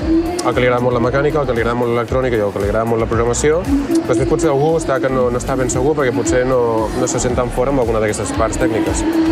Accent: Mont-ras, Catalonia, Spain; Soc de Mont-ras, mm-hmm. I per tant quedava molt a prop

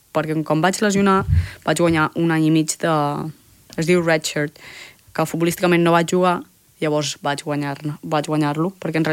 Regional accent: Palafrugell, Catalonia, Spain; jo sóc de Palafrugell, eh?

